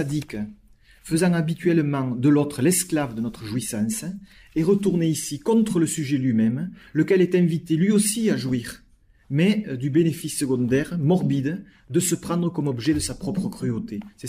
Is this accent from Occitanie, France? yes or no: yes; Mazamet, Occitanie, France; Moi, je suis originaire de Mazamet, dans le Tarn, qui est une ville protestante, et mes ancêtres étaient patronnes d'usines, donc je sais de quoi je parle, protestants.